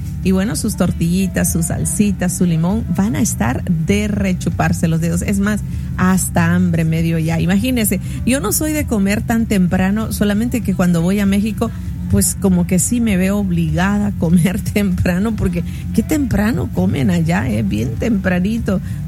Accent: El Salvador; Incluso en mi departamento, de donde yo soy, en El Salvador, y en el departamento de La Unión, los nuegados no son como tortitas

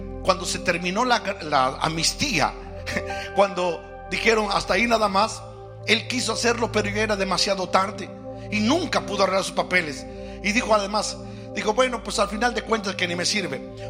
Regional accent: Izúcar de Matamoros, Puebla, Mexico; moved away; para mi pueblo, para Izúcar de Matamoros, donde yo me crié.

